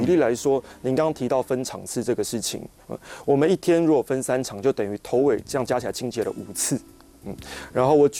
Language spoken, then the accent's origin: Chinese; Taiwan; 我们台湾人就是做什么都在吃啊